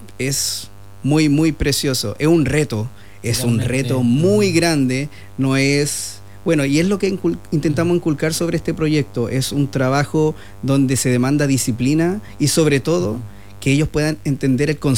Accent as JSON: {"language": "Spanish", "town": "Santiago", "region": "Santiago Metropolitan Region", "country": "Chile", "moved": "as an adult", "lives_now": "Pitrufquén, Chile", "said": "aquí como santiaguino estamos acostumbrados a unos fríos que aquí son otra cosa"}